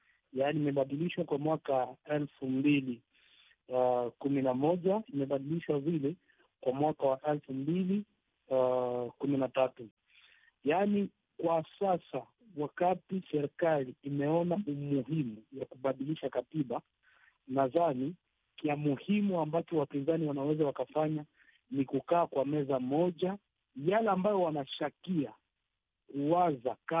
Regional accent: DR Congo; kwangu binafsi kama mkongomani

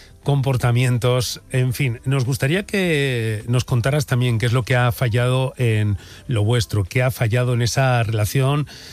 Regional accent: Burgos, Castile and León, Spain; de mi tierra concretamente, de Burgos

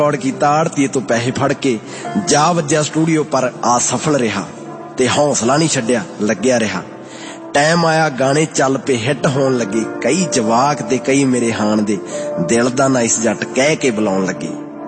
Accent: Daula, Punjab, India; ਮੇਰੇ ਪਿੰਡ ਦੌਲੇ ਤੋਂ 4 ਕੁ ਕਿਲੋਮੀਟਰ ਤੇ ਗਿੱਦੜਬਾਹਾ ਸ਼ਹਿਰ ਵਿੱਚ ਇੱਕ ਉਸਤਾਦ ਮਿਲਿਆ

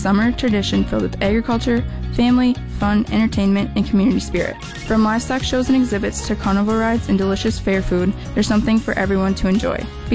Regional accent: Independence, Wisconsin, United States; I'm from Independence and have the honor to be the Trimble County Fair First Attendant and Miss Congeniality.

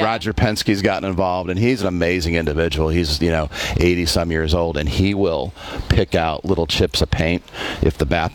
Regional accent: Indiana, United States; I'm from Northwest Indiana.

